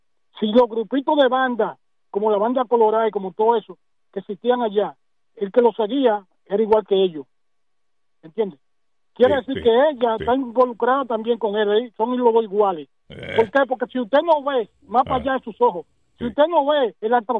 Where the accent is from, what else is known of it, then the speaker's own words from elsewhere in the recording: Dominican Republic; moved away; Yo soy dominicano